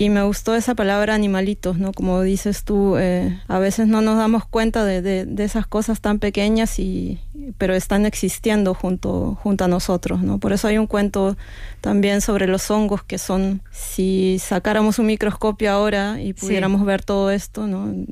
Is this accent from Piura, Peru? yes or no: no; Lima, Peru; now in Norway; porque vengo de una ciudad, bueno, yo soy de Lima, una ciudad donde los animales están abandonados, están maltratados o son las mascotas, ¿no?